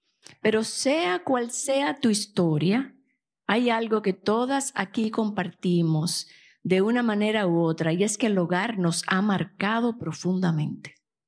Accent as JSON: {"language": "Spanish", "country": "Dominican Republic", "moved": "yes", "lives_now": "United States"}